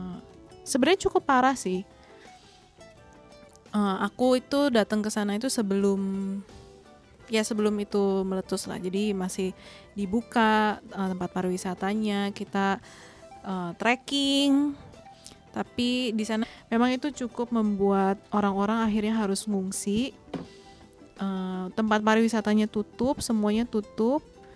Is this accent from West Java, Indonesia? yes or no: yes; Bandung, West Java, Indonesia; born there; now in Jakarta, Indonesia; Sebenarnya aku lahir di Bandung. Keluarga besar aku semua orang Bandung, tapi kami tinggal di Jakarta, jadi merantau.